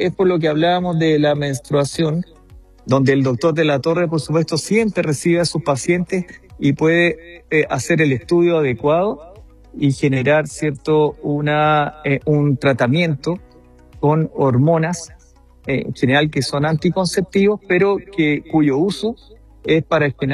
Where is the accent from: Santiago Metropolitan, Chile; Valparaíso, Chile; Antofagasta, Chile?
Valparaíso, Chile; Viña del Mar; al saber que venimos de Chile y especialmente de Valparaíso, de Viña del Mar